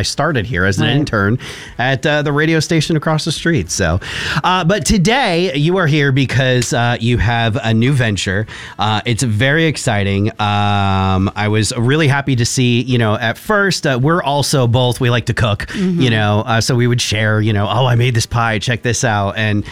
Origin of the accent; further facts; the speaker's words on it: Connecticut, United States; now in New Hampshire, United States; a station I grew up in Connecticut, Radio 104 in Hartford